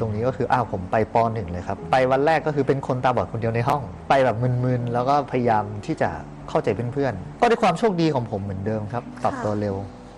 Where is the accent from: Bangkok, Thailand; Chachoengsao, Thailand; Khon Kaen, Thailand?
Khon Kaen, Thailand; ผมนะครับเป็นคนจังหวัดขอนแก่น